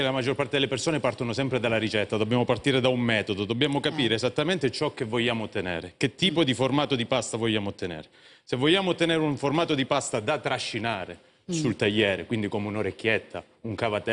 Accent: Calabria, Italy; appartiene alla mia terra, la Calabria.

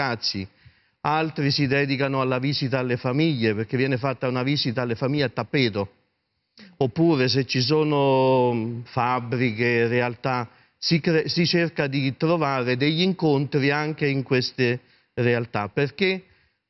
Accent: Vallecorsa, Lazio, Italy; moved away; vengo da quella zona come origini, sono originario del Basso Lazio, della provincia di Frosinone

